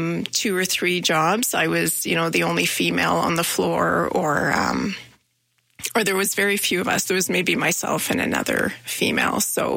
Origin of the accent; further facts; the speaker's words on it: Manitoba, Canada; now in Calgary, Canada; I'm originally from Manitoba, and I came to SAIT, and I remember driving to Calgary. And so everything's new. I didn't know anybody.